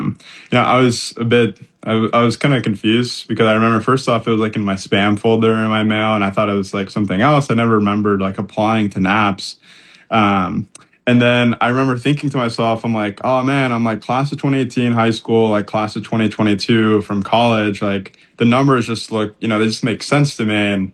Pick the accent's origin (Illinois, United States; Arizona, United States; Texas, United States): Texas, United States; Tyler; So I'm originally from East Texas, Tyler, Texas.